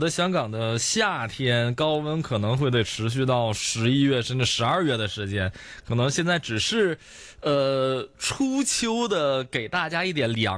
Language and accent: Chinese; Northeast China, China; now in Hong Kong; 因为像我老家东北的话，